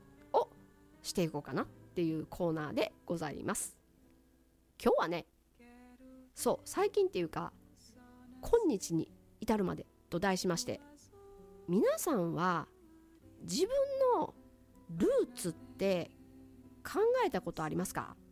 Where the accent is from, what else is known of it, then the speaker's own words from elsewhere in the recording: Tsu, Mie, Japan; 私は三重県の津市っていうところの出身でして、海の近くで生まれて育ちました。